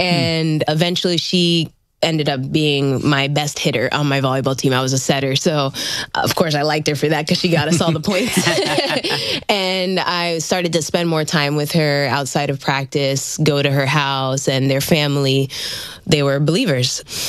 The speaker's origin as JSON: {"language": "English", "town": "Manila", "region": "Metro Manila", "country": "Philippines", "tie": "born there"}